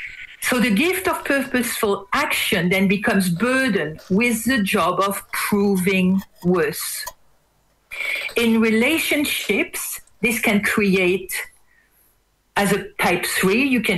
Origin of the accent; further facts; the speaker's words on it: Auvergne-Rhône-Alpes, France; now in Australia; So as my accent gives away, I am originally French. I was born near Switzerland, near Geneva. I worked for many years at the UN. And in my 40s, I moved to Australia, where I now live near Brisbane.